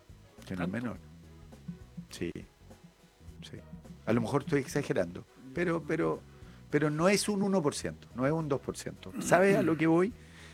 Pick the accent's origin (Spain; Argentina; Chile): Chile; Talcahuano, Biobío; Sí, yo soy de Talcahuano, pues, mi querido.